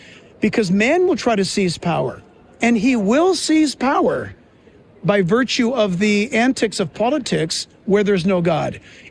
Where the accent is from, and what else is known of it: California, United States